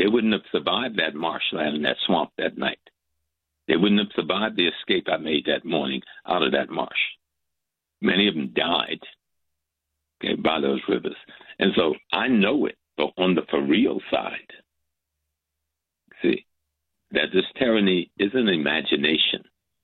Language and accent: English; the South, United States; I lived through segregation. I grew up in the South through segregation